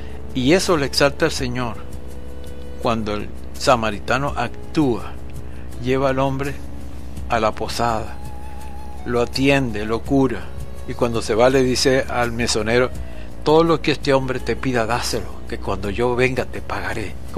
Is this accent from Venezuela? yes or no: yes; Venezuela